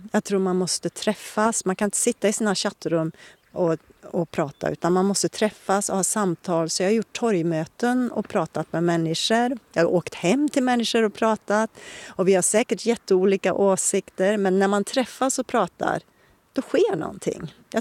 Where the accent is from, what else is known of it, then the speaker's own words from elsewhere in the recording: Värmland, Sweden; min hembygd i Värmland